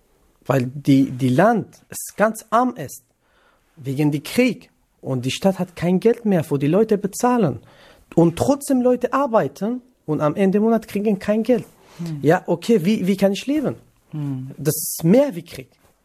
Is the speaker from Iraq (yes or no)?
yes; Kurdistan Region, Iraq; German is a second language; moved away as an adult; now in Leimen, Germany; ich komme aus Irak, Nordirak, ich bin Kurde. Ich bin 2022 nach Deutschland gekommen, alles Flüchtling.